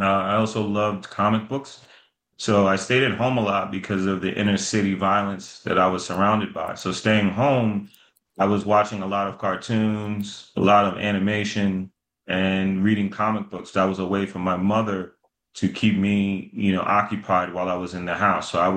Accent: New York City, New York, United States; I grew up in the Bronx, New York.

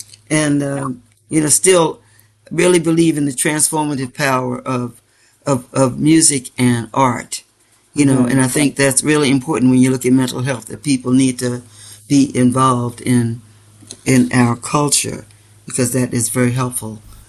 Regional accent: Washington, District of Columbia, United States; I was definitely a D.C. born girl.

